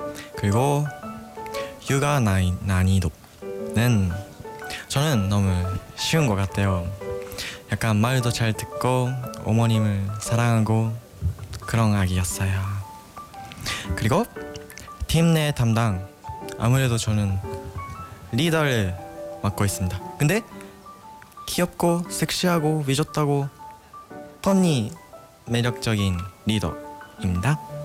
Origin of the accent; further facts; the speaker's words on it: Japan; 일본에서 온